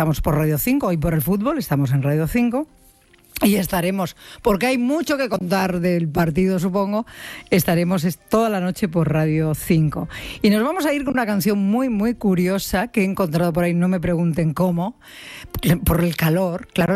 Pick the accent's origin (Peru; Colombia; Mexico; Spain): Spain; Extremadura; ¿Has estado en Extremadura con los 41 grados que había en mi tierra, en mi pueblo, ayer o antes de ayer?